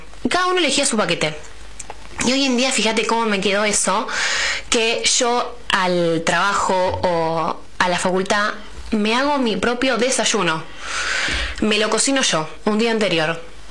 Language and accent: Spanish; Quilmes, Buenos Aires Province, Argentina; Yo soy de Quilmes, nací en Quilmes, estudié en Quilmes.